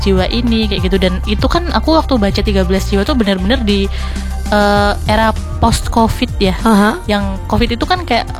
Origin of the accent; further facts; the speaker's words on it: Magelang, Central Java, Indonesia; Jadi di rumahku, di tempat asal aku Magelang itu kan juga ada rumah sakit jiwa ya.